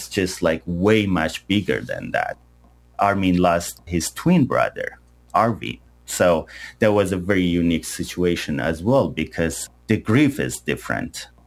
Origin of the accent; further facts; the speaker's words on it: Iran; moved away; My brother called me from San Andej, my hometown Snow